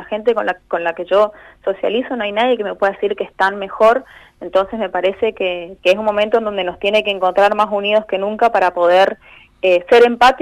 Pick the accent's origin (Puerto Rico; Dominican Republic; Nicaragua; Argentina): Argentina; como somos los argentinos resilientes y también vamos a poder salir de esta situación